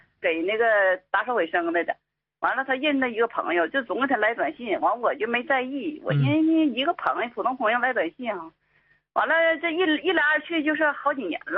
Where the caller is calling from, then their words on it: Heilongjiang, China; 我家是黑龙江的